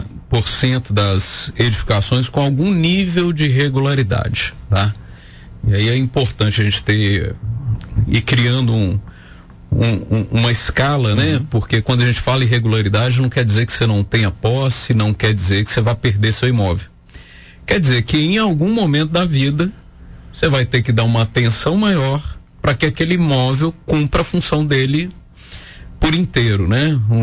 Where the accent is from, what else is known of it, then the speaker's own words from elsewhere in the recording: Coronel Fabriciano, Minas Gerais, Brazil; Sou formado aqui, fiz especialização fora, mas sou daqui de Fabriciano.